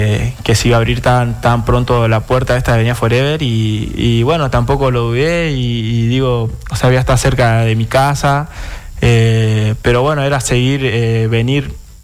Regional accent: Sáenz Peña, Chaco, Argentina; Sí, bueno, yo soy de Sáenz Peña, me fui a Colón. Estuve 9 años en Colón, hice todas las inferiores

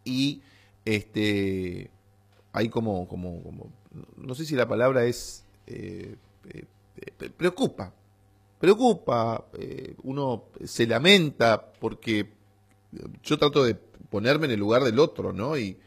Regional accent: Corrientes, Argentina; Yo sé que muchos correntinos, como muchos argentinos, hacemos a veces tripa corazón de las situaciones difíciles

